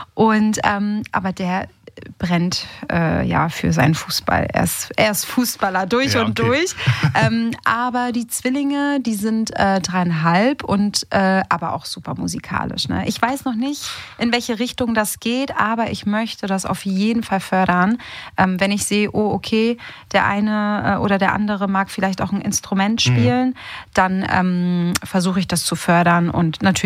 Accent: Hamburg, Germany; Ja, ich komme aus Hamburg. Ich bin ein Hamburger Mädchen mit italienischen Wurzeln. Meine Eltern sind Italiener. Ich bin aber geboren und aufgewachsen in Hamburg.

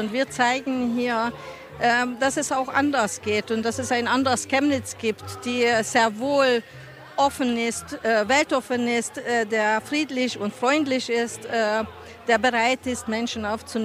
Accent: Hungary; moved away as an adult; now in Germany

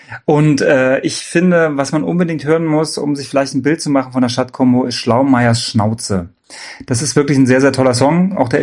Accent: Saxony, Germany; wir kommen ja aus Sachsen.

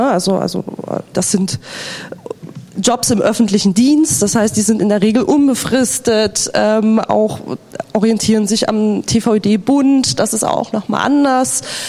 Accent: Berlin, Germany; moved away as an adult; now in Neustrelitz, Germany; Und ich bin da vor 4 Jahren hingezogen, das ist korrekt, ich komme aus Berlin.

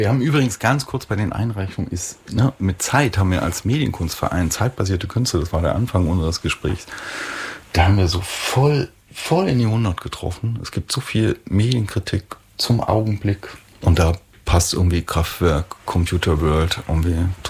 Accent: Halle, Saxony-Anhalt, Germany; ich finde meine Heimatstadt Halle, ich finde es total schön und freue mich, dass ich hier geboren bin und liebe diese Stadt. Ich liebe das Saaletal.

